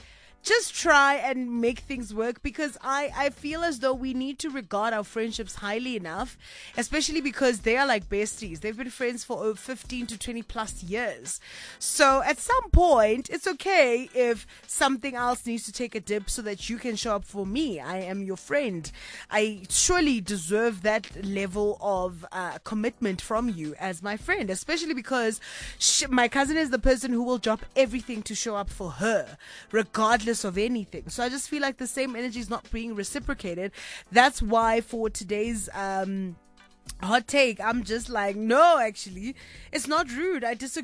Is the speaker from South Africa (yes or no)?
yes; Kimberley, Northern Cape, South Africa; moved away; she was in my hometown this past weekend of my hometown of Kimberley.